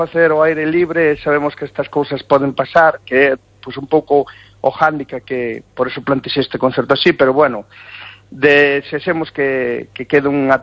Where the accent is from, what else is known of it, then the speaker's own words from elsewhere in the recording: Galicia, Spain; pois eso, que temos que, como galegos, pois unirnos